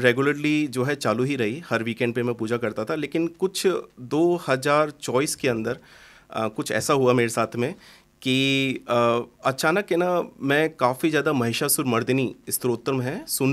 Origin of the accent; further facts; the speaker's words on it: Jaipur, Rajasthan, India; moved away as an adult; also born or lived in Dubai; now in Australia; और मैं जयपुर राजस्थान का रहने वाला हूँ। और मैं 2005 से लेकर 2017 तक जो है दुबई में रहा।